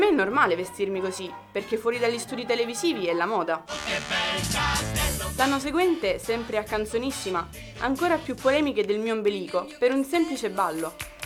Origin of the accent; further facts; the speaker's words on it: Bologna, Emilia-Romagna, Italy; born there; sono nata a Bologna il 18 giugno del 1943.